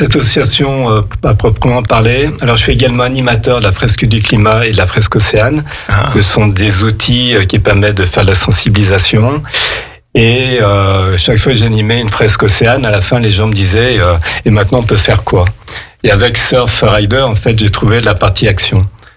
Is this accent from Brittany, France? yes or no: no; Lyon, Auvergne-Rhône-Alpes, France; born there; also born or lived in Normandy / Savoie; now in Aix-les-Bains, France; moi j'ai pas grandi en Normandie, né en Savoie, mais à Lyon